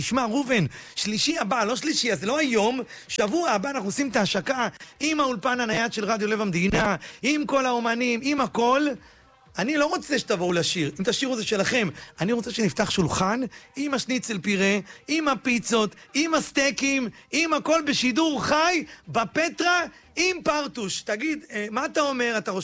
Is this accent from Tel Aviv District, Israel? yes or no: yes; Bat Yam, Tel Aviv District, Israel; אני בת ים, אני גדלתי בבת ים, בבלפור, בשכונת עמידר, אמא שלי עד היום בבת ים.